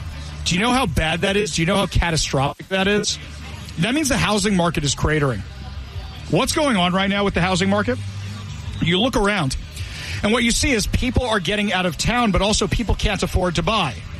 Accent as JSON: {"language": "English", "town": "Seattle", "region": "Washington", "country": "United States", "said": "anytime they said, where are you from? I go, Seattle."}